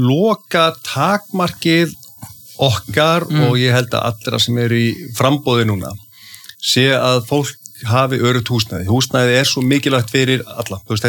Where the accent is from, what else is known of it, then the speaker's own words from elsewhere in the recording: Reykjavík, Capital Region, Iceland; Ég er alinn upp í Breiðholtinu. Já. Í hólunum í Breiðholti og þegar að byrja með, þegar ég bara mjög lítið, þá er eiginlega enga strætósamgöngur.